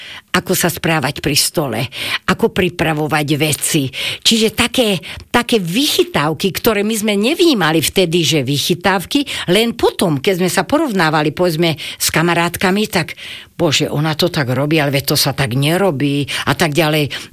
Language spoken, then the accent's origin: Slovak; Bratislava, Bratislava Region, Slovakia; som z Podunajských Biskupíc, ale som dlhé roky žila na Februárke oproti Štolverku a potom na Sibírskej ulici.